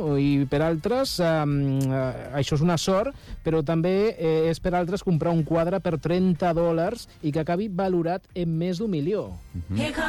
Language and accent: Catalan; Lleida, Catalonia, Spain; jo com a bon lleidatà